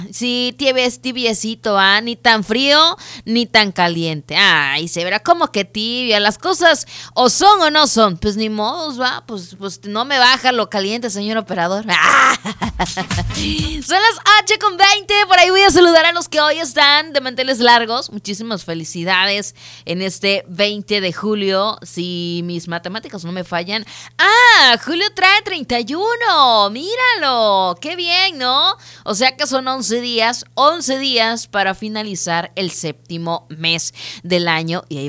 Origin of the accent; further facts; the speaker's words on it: Mexico; como buen mexicano, echarnos un buen taco